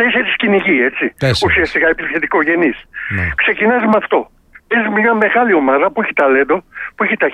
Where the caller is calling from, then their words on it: Attica, Greece; από τα Βόρεια Προάστια, τι κάνετε?